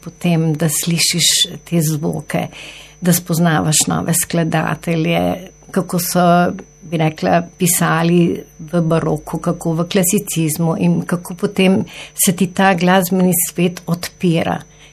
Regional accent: Novo Mesto, Southeast Slovenia, Slovenia; Sem Novomeščanka, po duši in po srcu. Vse življenje sem tukaj, delam, ustvarjam.

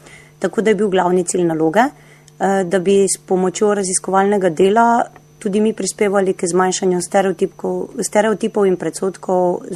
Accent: Dokležovje, Pomurska, Slovenia; Rojena sem v Dokležuju, kjer je tudi živi manjša romska skupnost.

